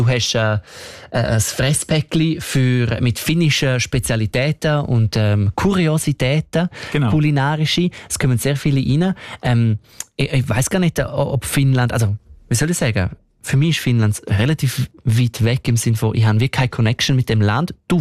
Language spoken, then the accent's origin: German; Italy; Als Italiener würde mich das noch mehr stressen.